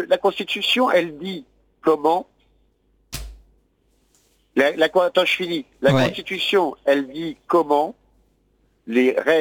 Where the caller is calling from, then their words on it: Paris, Île-de-France, France; je suis un Parisien